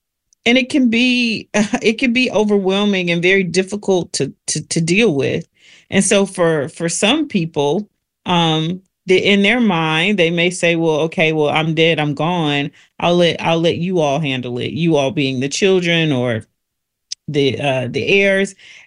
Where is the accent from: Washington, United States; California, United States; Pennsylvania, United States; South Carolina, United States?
South Carolina, United States; I'm from South Carolina